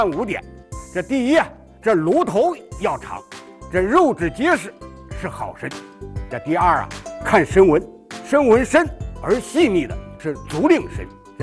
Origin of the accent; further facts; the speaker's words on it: Northeast China, China; 人参是我们东北一大宝，我们那儿有句土话说，一两黄金一两货，我们自己挖参也吃参，炖汤煲粥，去过我们东北的都知道